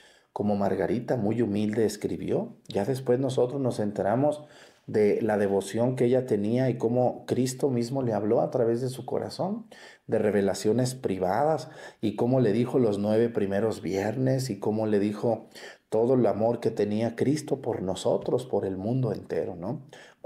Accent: Mexticacán, Jalisco, Mexico; En Mexicacán, mi pueblo

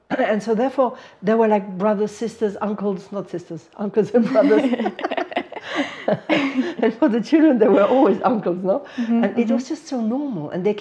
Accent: Munich, Bavaria, Germany; English is a second language; I am from Germany. I was born in Germany from a Hungarian father and a sort of Italian-German mother. So a mix of nations in our home. And I was born in Munich many years ago, 1958.

